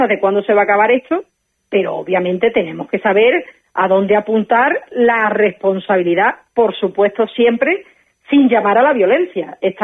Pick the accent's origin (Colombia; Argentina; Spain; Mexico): Spain; Ceuta; yo me siento profundamente orgullosa de ser española y por suerte he nacido 20 kilómetros más para acá y soy de Ceuta.